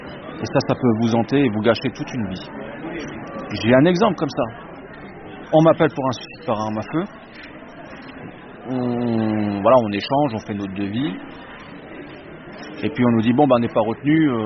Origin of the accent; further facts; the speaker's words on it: France; Chez nous, en France